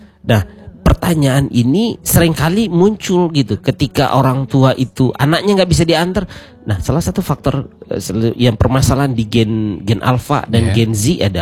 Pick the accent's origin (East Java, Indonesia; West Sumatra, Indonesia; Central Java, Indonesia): West Sumatra, Indonesia; born there; Saya dulu sekolah ke satu tempat di daerah di Padang Panjang. Oh, dingin. Daerah Gunung Merapi.